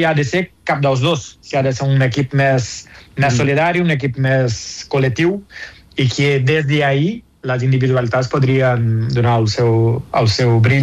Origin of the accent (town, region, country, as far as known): Brazil